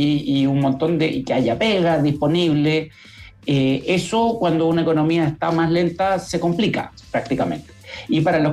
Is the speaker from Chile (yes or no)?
yes; Chile